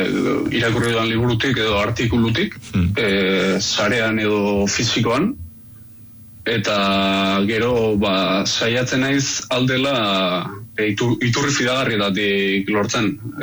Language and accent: Basque; Vitoria-Gasteiz, Basque Country, Spain; gasteiztarra naizen aldetik